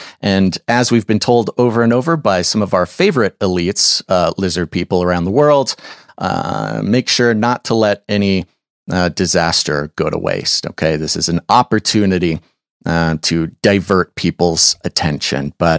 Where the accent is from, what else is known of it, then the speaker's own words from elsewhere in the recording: United States; it's kind of weird being an American watching that happen over there